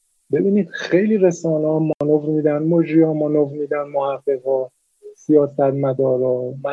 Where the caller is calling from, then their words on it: Iran; من 38-39 سال 40 ساله دارم وسط این مملکت زندگی میکنم